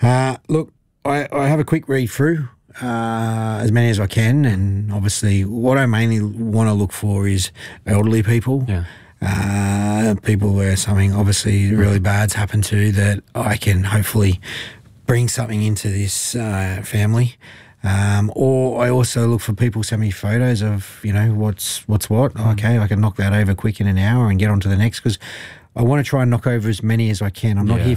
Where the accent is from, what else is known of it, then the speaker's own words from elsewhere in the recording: New South Wales, Australia; Oh, it was beautiful. I'm from New South Wales.